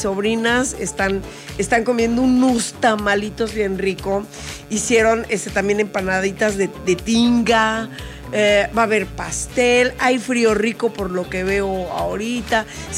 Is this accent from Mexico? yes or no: yes; San Miguel Xochitl, Mexico; moved away; mi familia que está allá en mi pueblo hermoso que se llama San Miguel Xochitl